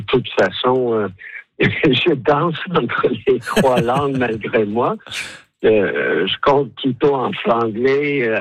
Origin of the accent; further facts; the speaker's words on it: Munster, Ireland; French is a second language; moi je viens du sud-ouest de l'Irlande, on appelle ça la dernière paroisse avant l'Amérique, c'est l'extrême point à l'ouest de l'Europe, et on a les montagnes derrière nous et la mer devant